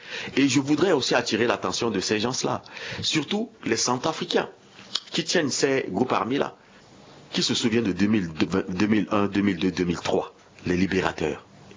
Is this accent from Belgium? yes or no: no; Central African Republic; On est centrafricain ou on ne l'est pas. On est centrafricain, on ne l'est pas.